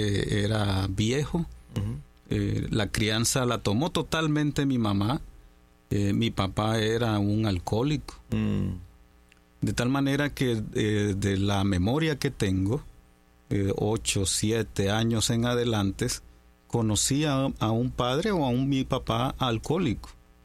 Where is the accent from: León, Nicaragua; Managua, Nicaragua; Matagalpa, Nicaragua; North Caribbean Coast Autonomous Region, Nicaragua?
Managua, Nicaragua; born there; Nací en Managua, Nicaragua.